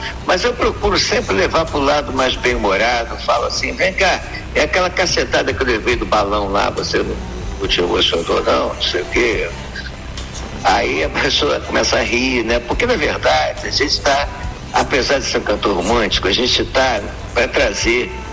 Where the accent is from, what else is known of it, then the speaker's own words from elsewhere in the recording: Niterói, Rio de Janeiro, Brazil; Sou de Niterói.